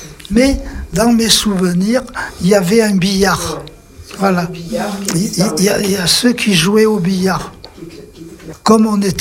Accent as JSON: {"language": "French", "town": "Nanterre", "region": "Île-de-France", "country": "France", "tie": "born there", "said": "Je suis né à Nanterre, c'est-à-dire tout près de Paris."}